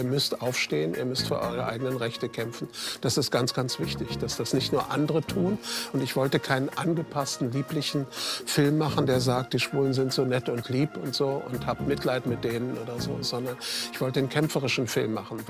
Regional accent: Berlin, Germany; born there; also born or lived in Latvia; dass ich bin ja im Gefängnis geboren und bin dann in ein Krankenhaus gekommen, wo dann meine zweiten Eltern mich sozusagen geklaut haben am Ende des Krieges in Lettland und haben mich nach Berlin gebracht

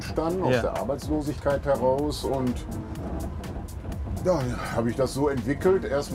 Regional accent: Duisburg, North Rhine-Westphalia, Germany; also born or lived in Neukirchen-Vluyn; now in Xanten, Germany; ich bin gebürtiger Duisburger und bin über Neukirchen-Flüh nach Xanten gekommen.

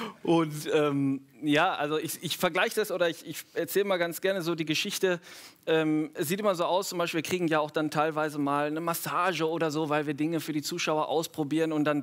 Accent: Hattingen, North Rhine-Westphalia, Germany; auch raus aus Hatting. Ja, ja. Und habe dann aber gemerkt, wenn ich am Wochenende wieder in meiner Heimat war, das ist Töfte hier.

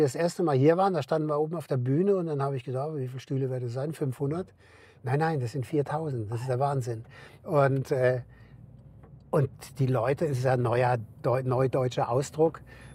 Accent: Mannheim, Baden-Württemberg, Germany; born there; moved away as an adult; also born or lived in Bochum / Berlin; ich bin gebürtiger Mannheimer, war dann 2 Jahre in Bochum auf der Schauspielschule. War dann 27 Jahre in Berlin

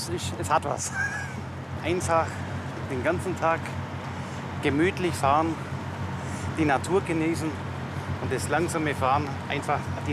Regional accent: Baden-Württemberg, Germany; Ich komme aus der Gegend von Ulm, ja, aus der näheren Umgebung.

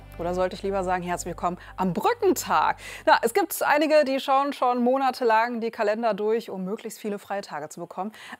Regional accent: Aachen, North Rhine-Westphalia, Germany

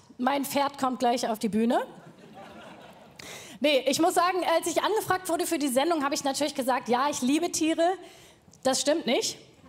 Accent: North Rhine-Westphalia, Germany; ich komme aus dem Ruhrpott. So bei uns heißen Hunde Köter.

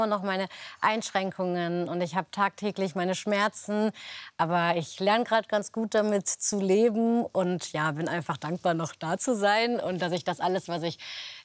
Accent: Cologne, North Rhine-Westphalia, Germany; born there

